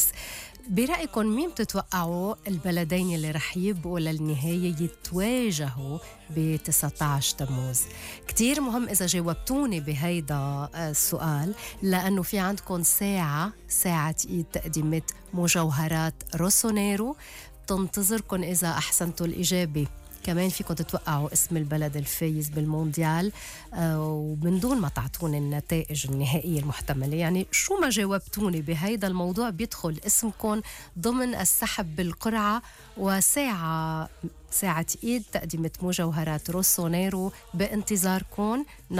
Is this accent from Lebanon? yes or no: yes; Lebanon